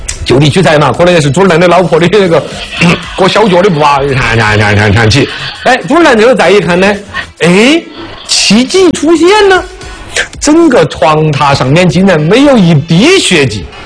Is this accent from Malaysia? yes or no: no; Sichuan, China; 我们四川人